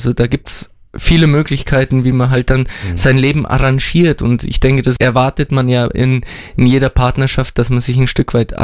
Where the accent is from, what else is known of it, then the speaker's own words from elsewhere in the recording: Germany; mein Heimatland, also Deutschland, bestmöglich repräsentieren kann